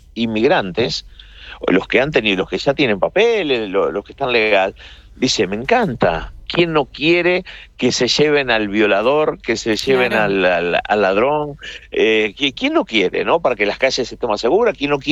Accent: Argentina; now in United States; nosotros como argentinos

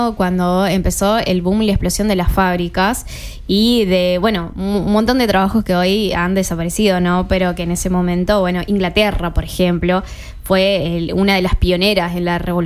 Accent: Goya, Corrientes, Argentina; como soy de Goya

